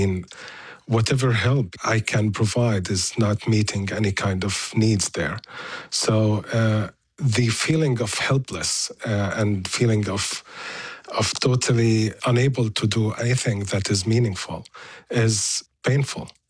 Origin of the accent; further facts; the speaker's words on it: Gaza Strip, Palestine; moved away as an adult; I built a life there. I was born and raised and bred in the Gaza Strip all my life. I left 3 years ago, only after 2 months of the war.